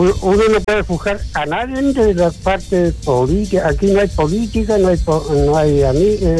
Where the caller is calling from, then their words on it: Angol, Araucanía, Chile; si todos somos de aquí de Angol